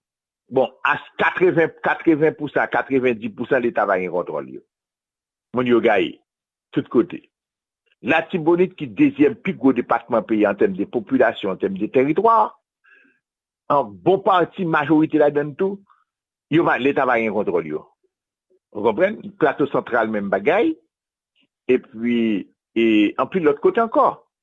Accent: Haiti; nous avons supporté Haïti, nous avons supporté, nous venons d'Haïti

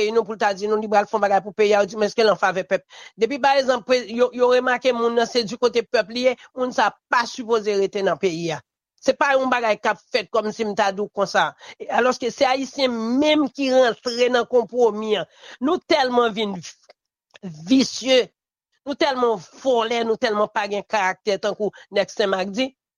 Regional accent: Haiti

